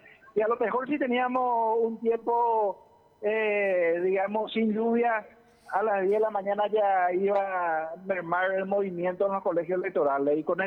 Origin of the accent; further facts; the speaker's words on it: Paraguay; peñan de deber como paraguayo.